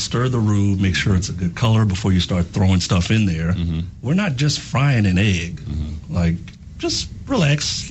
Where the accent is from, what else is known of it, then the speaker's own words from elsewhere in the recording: the South, United States; AJ and I, we're just from the South.